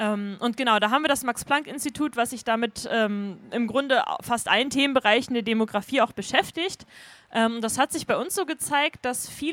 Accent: Rostock, Mecklenburg-Vorpommern, Germany; ich komme aus Rostock, auch ursprünglich born and raised quasi. Ich war zwischendurch mal ein Jahr weg während der Schulzeit im Ausland und habe dann nach dem Abi aber gedacht, oh, ich will eigentlich echt gerne in Rostock bleiben

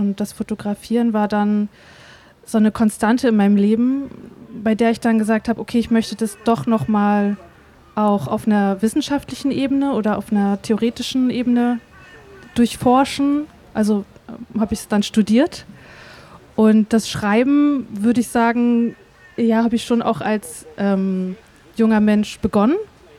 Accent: Greifswald, Mecklenburg-Vorpommern, Germany; moved away as an adult; also born or lived in Berlin / Vienna / Leipzig; now in Rostock, Germany; Genau, ich komme gebürtig aus Greifswald in Vorpommern und bin so mit 19 nach Berlin gegangen und habe da erstmal mein Abitur nachgeholt.

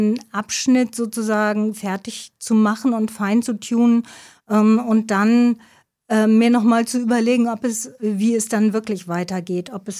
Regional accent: Germany; moved away as an adult; now in Lübeck, Germany; Ich komme ursprünglich aus dem Harz, lebe jetzt seit 9 Jahren in Lübeck.

